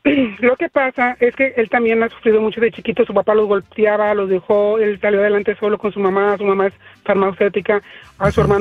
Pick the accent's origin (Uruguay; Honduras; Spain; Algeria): Honduras; yo dije, hondureño, yo soy un mexicano jamás